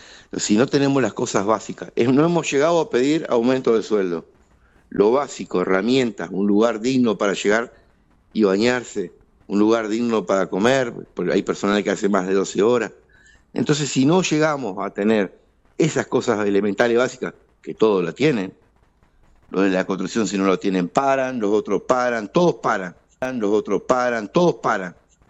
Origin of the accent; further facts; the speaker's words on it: Cerro Chato, Uruguay; soy de Cerro Chato.